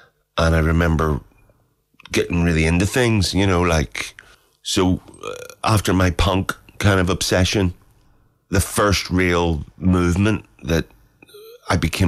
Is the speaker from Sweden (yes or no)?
no; Ireland; I think a big part of that comes from being Irish and our history with oppression